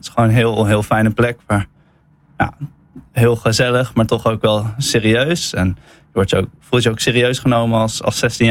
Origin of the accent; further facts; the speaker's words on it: Delft, South Holland, Netherlands; Ja, ik ben er niet opgegroeid. Ik kom zelf uit Delft.